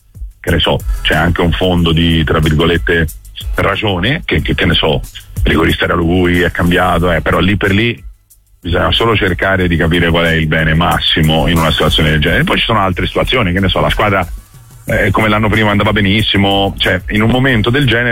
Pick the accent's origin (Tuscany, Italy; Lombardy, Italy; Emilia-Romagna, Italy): Tuscany, Italy; Florence; non noi come fiorentini, tutti, cioè noi siamo arretrati in generale